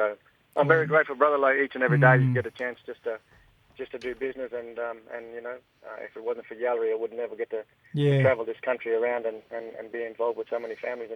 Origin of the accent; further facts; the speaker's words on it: Australia; I'm an Australian man.